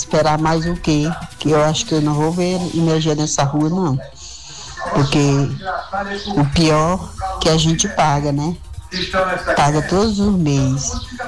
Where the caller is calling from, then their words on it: São Pedro do Piauí, Piauí, Brazil; sou de São Pedro do Piauí.